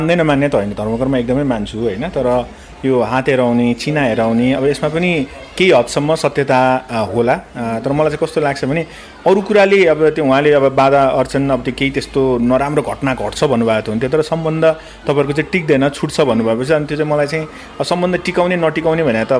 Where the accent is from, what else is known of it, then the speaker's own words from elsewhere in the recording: Kathmandu, Bagmati, Nepal; म चाहिँ बालुटारमा जन्मेको, 2042 पुस 23 गते